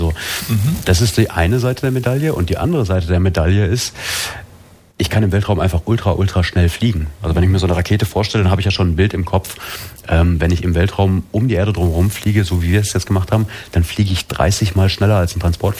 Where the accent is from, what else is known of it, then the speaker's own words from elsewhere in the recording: North Rhine-Westphalia, Germany; moved away as an adult; also born or lived in Baden-Württemberg; now in Lichtenau, Germany; Ich komme gebürtig aus NRW. Ich glaube, man hört was so ein bisschen.